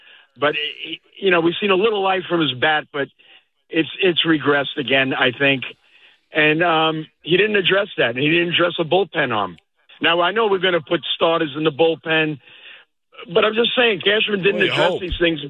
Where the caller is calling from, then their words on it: Hicksville, New York, United States; I'm from Hicksville.